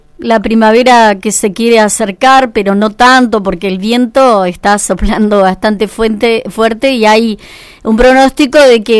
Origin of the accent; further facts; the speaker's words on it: Gualeguaychú, Entre Ríos, Argentina; now in Río Mayo, Argentina; Hoy más riomayense, pero soy de Entre Ríos, de Gualeguaychú, la ciudad de los poetas. Oriunda de Gualeguaychú. Sí, ya muchos años acá en Río Mayo.